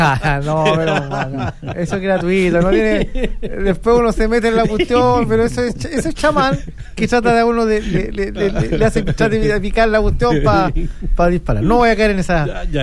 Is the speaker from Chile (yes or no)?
yes; Chile; terminamos siendo los chilenos que terminamos pagando los platos rotos por Piero Massa, po.